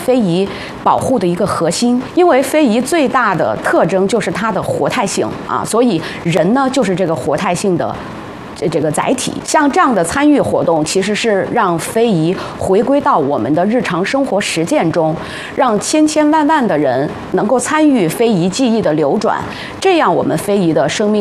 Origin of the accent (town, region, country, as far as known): China